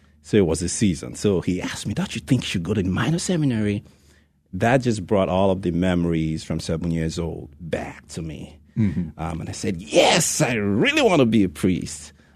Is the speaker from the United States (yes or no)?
no; Nigeria; moved away; I am from Nigeria. Mm-hmm. And from the beginning, yes, I grew up in the faith in a very Catholic family.